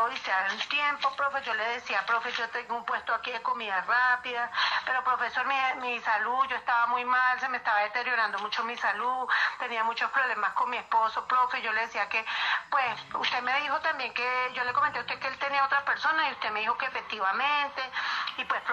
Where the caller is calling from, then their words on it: Murillo, Tolima, Colombia; Lo estoy llamando acá desde Murillo, Tolima, profe.